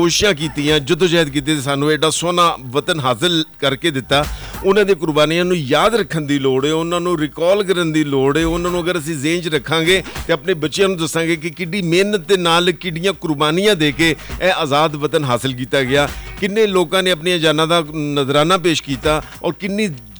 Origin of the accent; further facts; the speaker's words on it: Pakistan